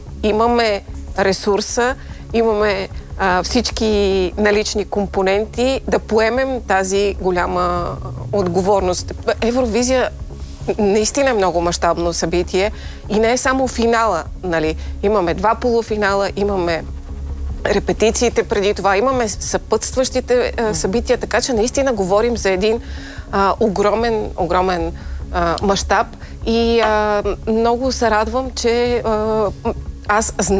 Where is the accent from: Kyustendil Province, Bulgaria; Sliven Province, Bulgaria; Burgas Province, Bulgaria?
Kyustendil Province, Bulgaria; Kyustendil; само аз не си казах откъде съм родом, защото моят роден град също би се справил блестящо, макар да не е кандидат. Аз съм от Кюстендил. Прекрасен град е Кюстендил.